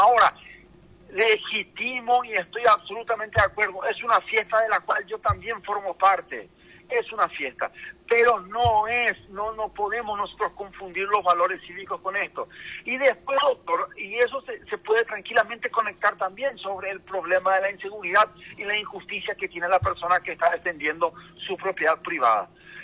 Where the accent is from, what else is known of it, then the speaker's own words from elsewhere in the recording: Paraguay; El verdadero patriota, yo que me siento paraguayo de verdad, no quiero que esa frase se utilice en un campo de fútbol.